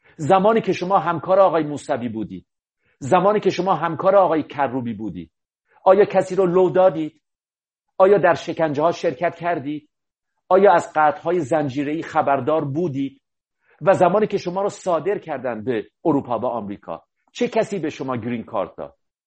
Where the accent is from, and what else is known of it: Iran